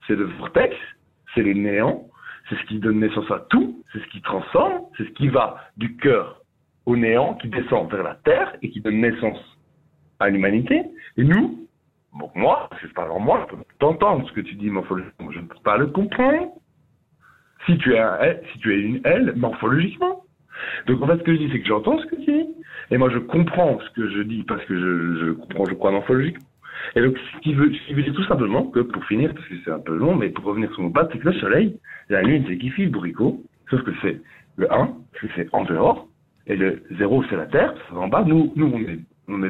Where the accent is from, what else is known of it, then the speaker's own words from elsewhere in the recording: Neuchâtel, Switzerland; je suis de Neuchâtel, où j'habite en dessous de la gare